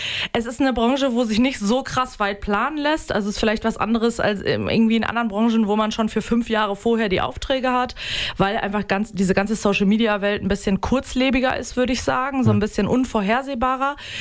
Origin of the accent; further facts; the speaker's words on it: North Rhine-Westphalia, Germany; now in Osnabrück area, Germany; als gebürtige NRWlerin